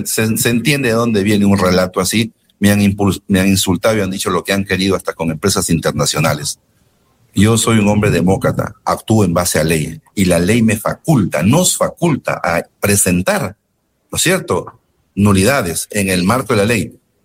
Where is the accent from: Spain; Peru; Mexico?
Peru